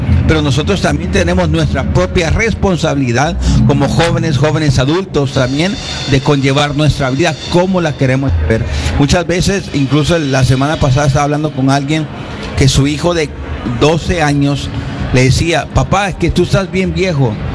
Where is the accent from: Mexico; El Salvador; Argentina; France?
El Salvador; Yo soy de Salvador, yo crecí en Salvador